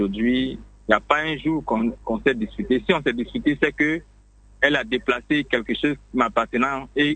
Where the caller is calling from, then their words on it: Abidjan, Côte d’Ivoire; Je vous appelle d'Abidjan, précisément de Cocody Palmeret.